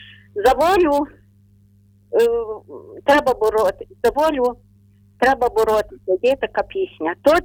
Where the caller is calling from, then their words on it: Ternopil Oblast, Ukraine; Ми з України, Тернопільщина